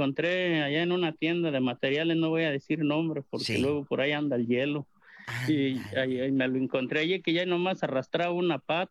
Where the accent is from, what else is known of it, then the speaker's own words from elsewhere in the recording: Mexico; now in Tucson, United States; Fíjese que aquí cuando nosotros llegamos de México aquí.